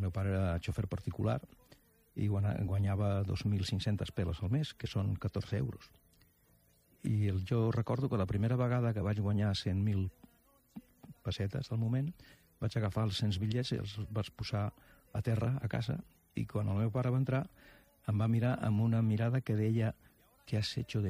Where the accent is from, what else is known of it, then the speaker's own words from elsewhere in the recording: Barcelona, Catalonia, Spain; Recordo que al meu barri, a Sant Gervasi, hi havia un alcalde d'aquell moment, bon tipus